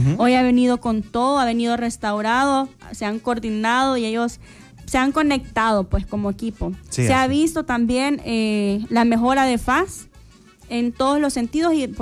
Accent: El Salvador; nosotros como salvadoreños somos aficionados a nuestro fútbol nacional

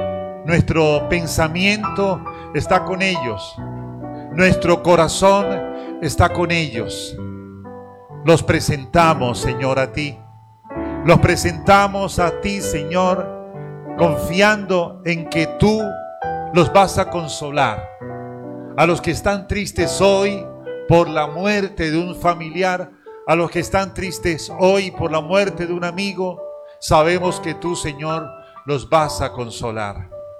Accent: Colombia; lo que nos ha tocado como colombianos

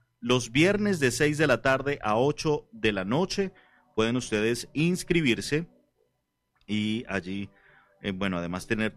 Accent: Colombia; por Colombia, porque es un día patrio, por supuesto, pero además tendremos un festival típicos de mi tierra.

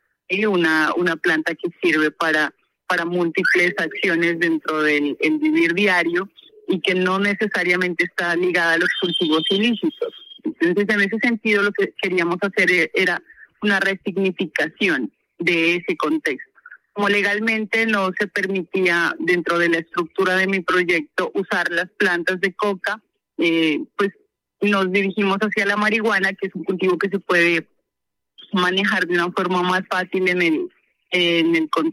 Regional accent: Pupiales, Nariño, Colombia; born there; yo soy una ciudadana del departamento de Nariño. Nací en Pupiales, Nariño, a 3.150 metros sobre el nivel del mar.

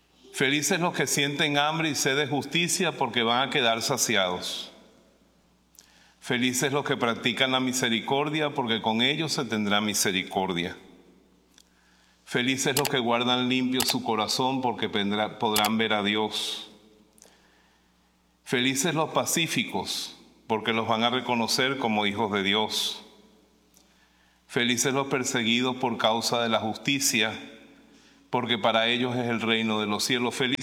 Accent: Venezuela; Yo soy de Venezuela.

